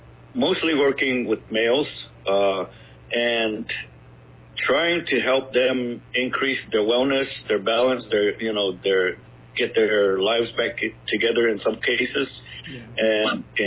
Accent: Gila River, Arizona, United States; I'm from Gila River, born and raised. I'm Akimaratum, which is river people or Pima.

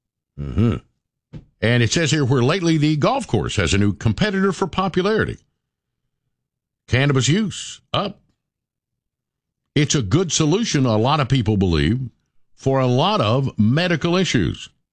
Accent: Tennessee, United States; And growing up in Sevier County, it was very, usually pretty easy to find some Cosby Crypto, some homegrown.

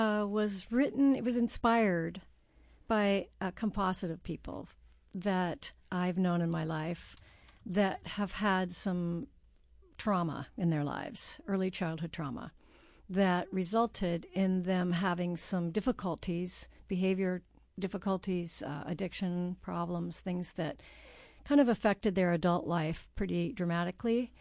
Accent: California, United States; moved away as an adult; now in Alaska, United States; Well, I'm originally from California, Southern California.

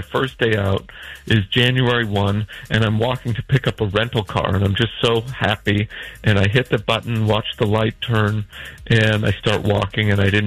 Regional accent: Idaho, United States; now in New York City, United States; because I have a line in there about I'm from Idaho. This happened to me in Los Angeles. I live in New York City

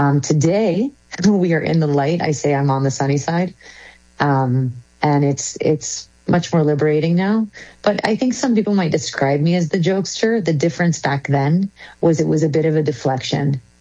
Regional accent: Florida, United States; I was born in South Florida. I'm actually first generation American born. My family is Lebanese and they immigrated here from Sierra Leone, West Africa.

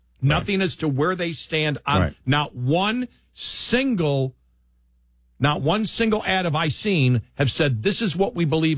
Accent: Buffalo, New York, United States; I'm from Buffalo, so I never trust any of my teams are going to do good luck.

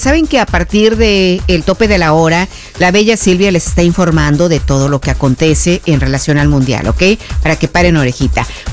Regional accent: Mexico

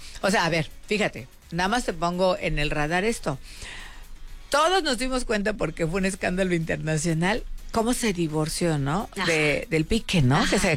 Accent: Chilpancingo, Guerrero, Mexico; moved away; ir camino a mi pueblo de Chilpancingo

